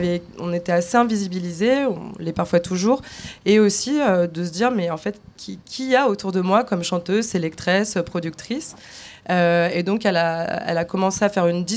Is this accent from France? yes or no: yes; Lyon, Auvergne-Rhône-Alpes, France; effectivement je viens de Lyon